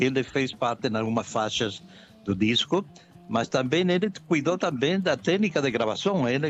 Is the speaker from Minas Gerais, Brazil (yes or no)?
no; São Paulo, Brazil; Eu sou de São Paulo, sim.